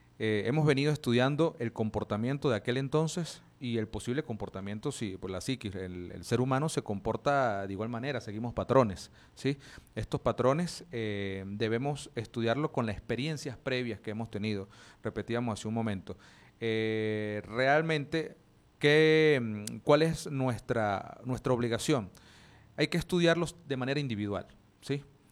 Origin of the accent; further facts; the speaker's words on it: Venezuela; todos nosotros como venezolanos